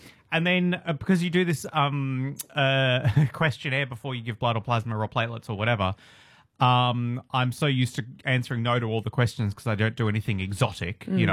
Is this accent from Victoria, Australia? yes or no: yes; Melbourne, Victoria, Australia; Well, so I grew up in McKinnon in Melbourne.